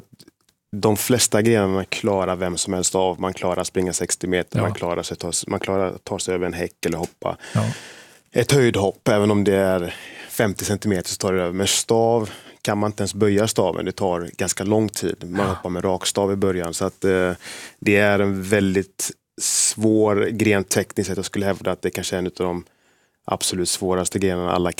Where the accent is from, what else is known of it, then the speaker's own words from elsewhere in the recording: Gothenburg, Västra Götaland County, Sweden; i Angered där jag växte upp